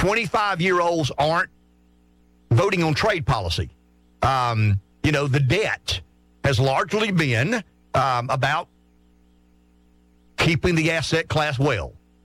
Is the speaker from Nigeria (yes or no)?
no; United States; born there; I was born in America. I was born a male, and I was born white.